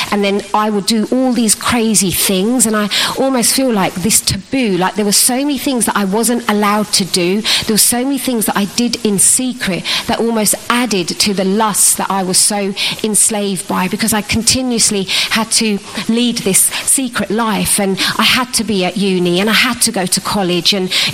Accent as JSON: {"language": "English", "country": "India", "said": "But I was aware that as an Indian girl, I was aware that the only way my parents were ever going to let me stay out of home was if I had an education, because in the Indian culture"}